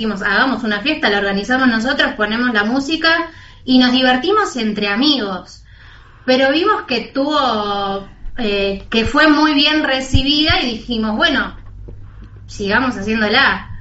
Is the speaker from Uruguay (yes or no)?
yes; Uruguay; now in Armenia; nosotros en Uruguay, cuando salimos, no es esa la música que escuchamos.